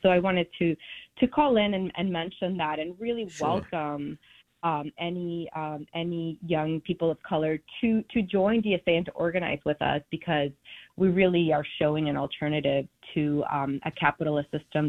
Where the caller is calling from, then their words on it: Astoria, New York, United States; I'm calling from the People's Republic of Astoria, as we lovingly refer Hi. To our district.